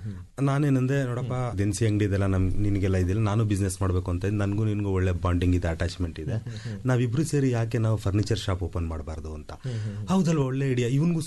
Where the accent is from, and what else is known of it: Karnataka, India